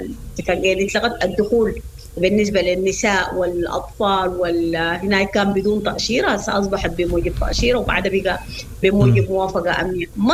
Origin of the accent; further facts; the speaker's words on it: Sudan; now in Egypt; إحنا كشعب سوداني الموجودين في مصر إحنا بنقول إنه مصر قدمت لنا المأوى ابتداء